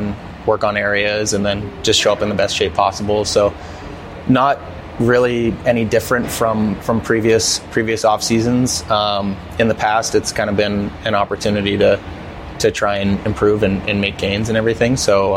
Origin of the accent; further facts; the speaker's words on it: Canada; I'm Canadian.